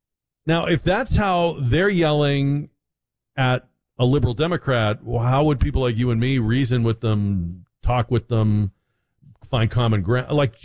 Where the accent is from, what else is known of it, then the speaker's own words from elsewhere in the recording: New England, United States; I grew up in New England, as you may know, and spent some time in Maine